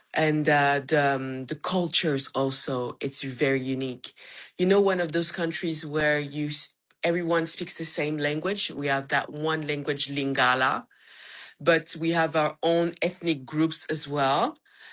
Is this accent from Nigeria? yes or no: no; Gabon; moved away as an adult; also born or lived in Atlanta, United States; now in Republic of the Congo; I originated from there, but I didn't really live there. I grew up in Gabon.